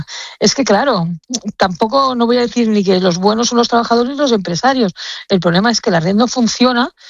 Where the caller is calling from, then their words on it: Tarragona, Catalonia, Spain; Yo vivo en Tarragona y trabajo en el puerto de Barcelona, en la zona portuaria.